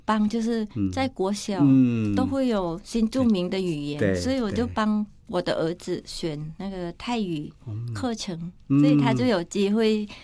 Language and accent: Chinese; Thailand; first language Thai; Chinese is a second language; now in Taiwan; 因为我要让我儿子知道说母语就是泰文